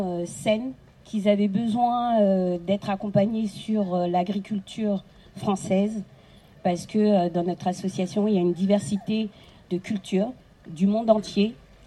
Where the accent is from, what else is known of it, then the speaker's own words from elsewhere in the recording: Saint-Pierre-des-Corps, Centre-Val de Loire, France; je suis de Saint-Pierre-des-Corps, à côté de Tours.